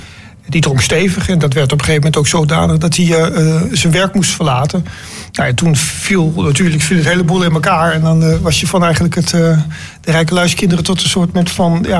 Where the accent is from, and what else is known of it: Stadskanaal, Groningen, Netherlands; born or raised there; moved away; also born or lived in Rotterdam